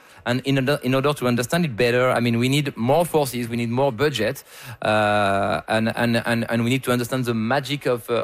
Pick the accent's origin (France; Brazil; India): France; I come from France. We have 20 times more ocean in terms of economic zone in France than we have land.